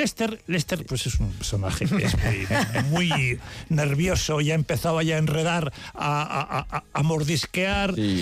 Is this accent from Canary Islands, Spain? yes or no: no; Bilbao, Basque Country, Spain; now in San Sebastián, Spain; mi familia y yo también éramos o somos de Bilbao, éramos de Bilbao, vivo aquí en Donosti, pero toda mi familia es de allí.